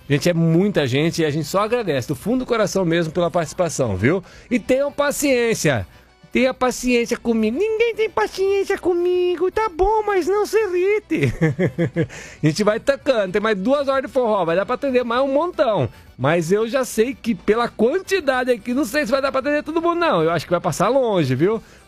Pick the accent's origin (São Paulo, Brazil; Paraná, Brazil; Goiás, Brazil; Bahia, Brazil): Bahia, Brazil; Campo Alegre de Lourdes; sou de Campo Alegre, de Lourdes, Bahia.